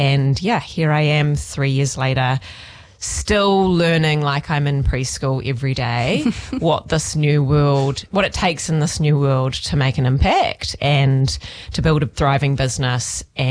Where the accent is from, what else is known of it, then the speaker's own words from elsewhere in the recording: Auckland, New Zealand; now in Taranaki, New Zealand; I am not Taranaki born and bred. I am actually from Auckland originally.